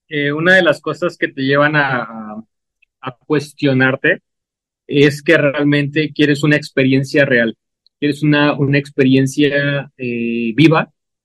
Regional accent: Mexico; Estudié medicina, soy de México, estudié medicina en Puebla y hice la especialidad de anestesiología.

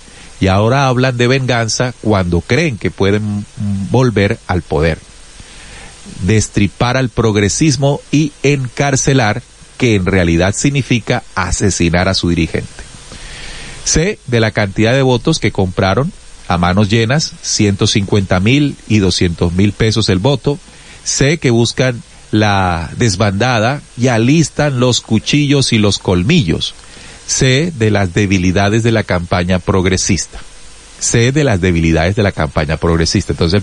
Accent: Caribbean Region, Colombia; born there; yo soy costeño, yo vivo acá en la costa, nací acá.

